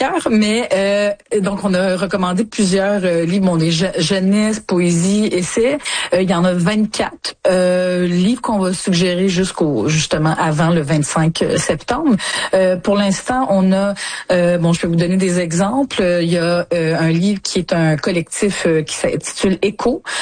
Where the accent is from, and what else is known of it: Ontario, Canada